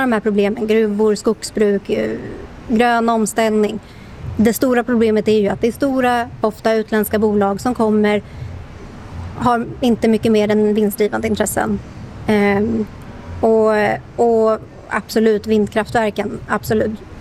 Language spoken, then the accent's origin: Swedish; Sweden; Jag har ju vuxit upp som icke-same. Jag har ju vuxit upp som svensk.